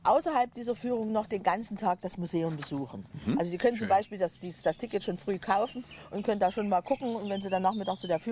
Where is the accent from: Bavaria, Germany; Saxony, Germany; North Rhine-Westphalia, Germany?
Saxony, Germany; born there; ich bin ja auch Sächsin von Geburt und Gemüt.